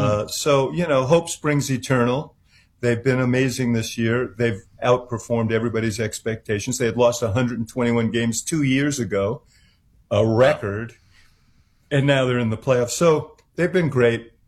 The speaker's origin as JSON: {"language": "English", "region": "New York", "country": "United States", "lives_now": "Chicago, United States", "said": "I'm from New York originally, so I don't have the tribal loyalties that Chicagoans have."}